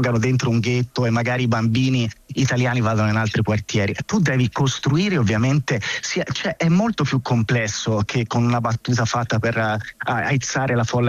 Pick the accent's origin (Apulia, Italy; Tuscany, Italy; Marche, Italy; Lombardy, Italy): Tuscany, Italy; Prato; now in Rome, Italy; io sono originario di Prato